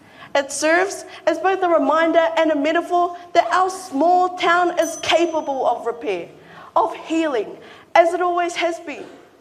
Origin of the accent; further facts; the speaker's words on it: Kaikohe, Northland, New Zealand; Ngāwhā on my skin, Kaikohe is not something that I just carry. It is something that I cannot leave. I'm from Kaikohe.